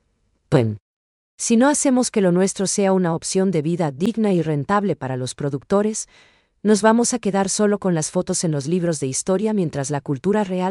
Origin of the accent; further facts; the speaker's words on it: Paraguay; quiénes somos hoy como paraguayos.